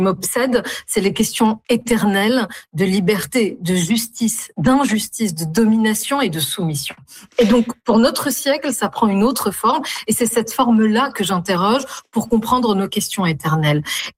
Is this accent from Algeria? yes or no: no; Tunis, Tunis Governorate, Tunisia; moved away as an adult; now in France; Moi, je suis tunisienne. Je suis née à Tunis. J'ai grandi en Tunisie. C'est mon pays. Puis après, je suis arrivée à 18 ans en France pour mes études supérieures.